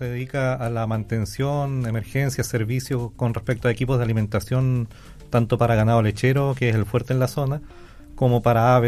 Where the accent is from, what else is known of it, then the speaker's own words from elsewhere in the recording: Río Negro, Los Lagos, Chile; Yo soy oriundo de Salca, Río Negro.